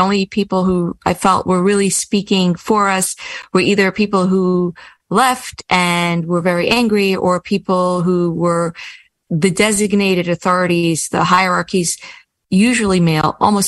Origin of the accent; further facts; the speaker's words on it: Kiryas Joel, New York, United States; moved away as an adult; So I grew up in Kiryas Joel. I grew up in a very, I suppose there is a spectrum in every Hasidic community, including in Kiryas Joel.